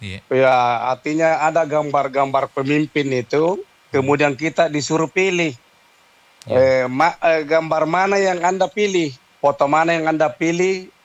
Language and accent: Indonesian; Makassar, South Sulawesi, Indonesia; Jadi memang saya lahir di Makassar itu, Bun Ruslan.